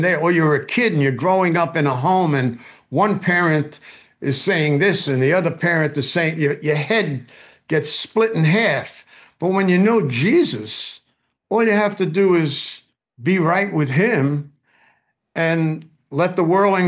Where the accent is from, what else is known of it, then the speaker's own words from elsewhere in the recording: Bronx, New York, United States; I grew up in the Bronx. My parents were always arguing like, 24/7.